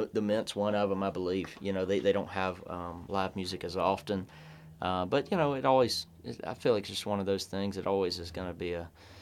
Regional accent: South Carolina, United States; born or raised there

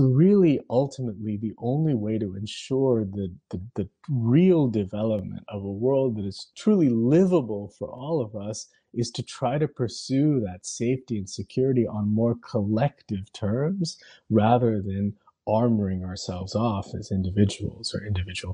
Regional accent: California, United States; I grew up in California.

